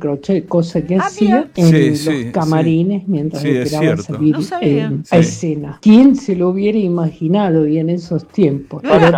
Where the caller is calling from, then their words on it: San Telmo, Buenos Aires, Argentina; de San Telmo.